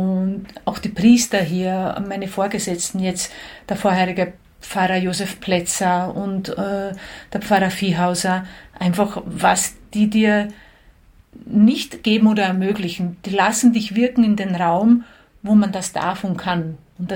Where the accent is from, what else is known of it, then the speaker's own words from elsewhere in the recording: Đakovo, Osijek-Baranja County, Croatia; Genau in Jakowo, in meinem Heimatort, ist ja das älteste Lipizzanergestüt der Welt. Und da bin ich täglich reiten gegangen. Und ich sage auch, in der Kriegszeit, wo ich in der Schule war und so, war ich jeden Tag am im Reitgestüt.